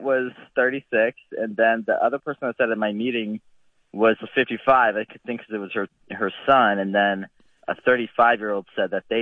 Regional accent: Ohio, United States; also born or lived in Montreal; now in Grand Rapids, United States; Well, I moved from Montreal, but I'm from Ohio

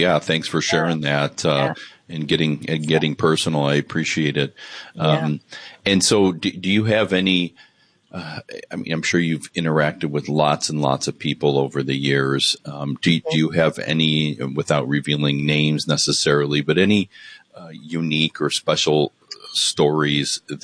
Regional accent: Lake County, Ohio, United States; moved away; I'm from Lake County myself. I mean, not anymore, sadly, because I grew up in Lake County and really enjoyed it.

